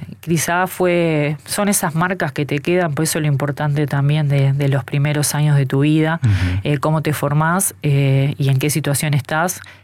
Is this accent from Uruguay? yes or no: yes; Uruguay; born there; nacimos en una chacra, en Luis Valleverres, en la casa de mi abuela materna, en situaciones difíciles, como muchos de los uruguayos.